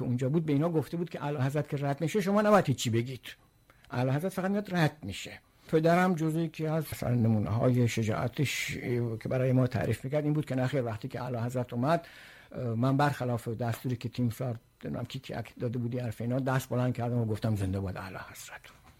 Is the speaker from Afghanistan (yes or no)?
no; Dezful, Khuzestan, Iran; این وسط گیر افتاده بودیم که هم یه طرف دارای یه مادر عجم هستیم، ولی خب از طرف دیگه پدر ما لوره، خودمون هم توی دسفول چی شدیم، بزرگ شدیم. بنابراین ما این وسط با این دو تا سه تا فرهنگ همینجوری یه جورایی با هم دیگه سر میکرد.